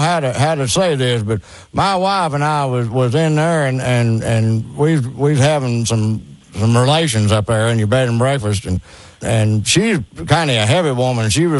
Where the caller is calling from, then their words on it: Tulsa, Oklahoma, United States; I'm calling from Tulsa, Oklahoma.